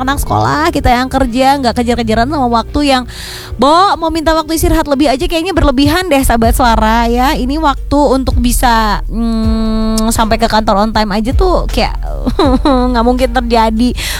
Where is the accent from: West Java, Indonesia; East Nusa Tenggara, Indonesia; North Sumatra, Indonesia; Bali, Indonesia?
West Java, Indonesia; Bandung; sebagai warga Kota Bandung